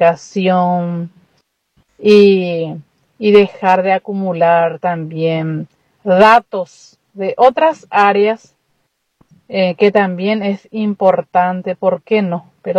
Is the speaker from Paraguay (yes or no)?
yes; San Pedro, Paraguay; soy de San Pedro, de una escuela rural, y me pareció muy interesante de qué pensamos como docente, lo que hace falta en nuestro querido Paraguay.